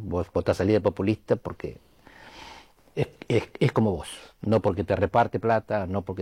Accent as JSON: {"language": "Spanish", "country": "Argentina", "said": "somos argentinos"}